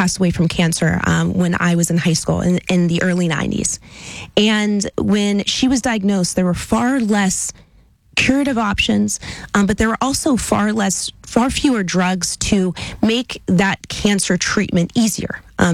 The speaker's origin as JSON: {"language": "English", "town": "Washington", "region": "Pennsylvania", "country": "United States", "said": "I'm from the region. I'm originally from Washington, PA"}